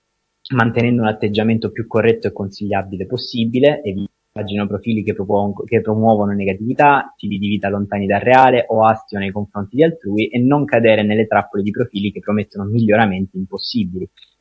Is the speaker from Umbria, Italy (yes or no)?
no; Lecce, Apulia, Italy; Buongiorno a tutti, grazie Saida … ho 21 anni, vengo da Lecce e attualmente studio Scienze Politiche e Relazioni Internazionali all'Università del Salento.